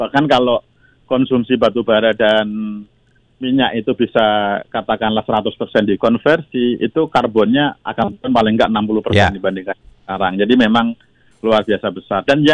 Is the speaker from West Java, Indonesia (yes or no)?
no; Bojonegoro, East Java, Indonesia; Kebetulan saya dari Bojonegoro, Mas.